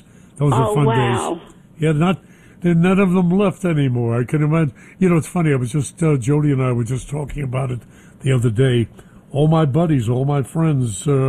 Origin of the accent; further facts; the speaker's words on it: Brooklyn, New York, United States; I remember growing up in Brooklyn, watching the big towers, whatever they called, you know, the bridges, the bridge towers.